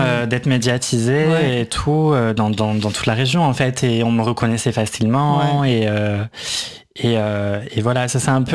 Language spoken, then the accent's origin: French; Bourgogne-Franche-Comté, France; moved away; mon adolescence passée en Franche-Comté